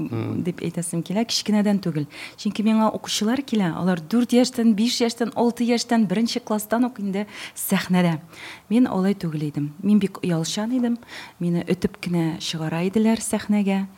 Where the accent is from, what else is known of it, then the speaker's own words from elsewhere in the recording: Nizhnekamsk, Tatarstan, Russia; also born or lived in Kazan; Түбән Камада тудым, үстем. Һәм мине 9-нчы класстан соң Казанга юл тоттым.